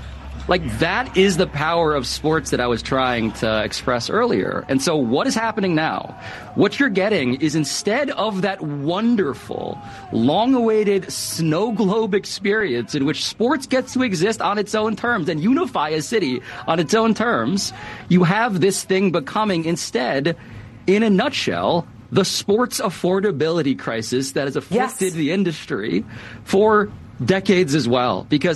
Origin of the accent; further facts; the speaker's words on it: New York City, New York, United States; I'm born and raised in New York City, blocks away from Madison Square Garden.